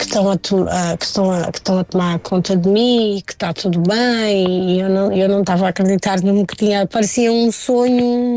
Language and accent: Portuguese; Portugal; moved away; mas mesmo porque eu às vezes penso em inglês, mas ainda sou portuguesa, não é?